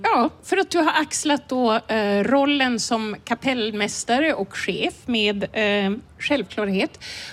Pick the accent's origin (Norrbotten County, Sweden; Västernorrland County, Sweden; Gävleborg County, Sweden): Norrbotten County, Sweden; alltså jag kommer ju från Norrbotten